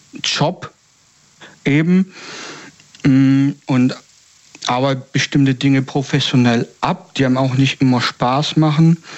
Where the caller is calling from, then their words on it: Baden-Württemberg, Germany; Ich komme aus der Gegend Stuttgart.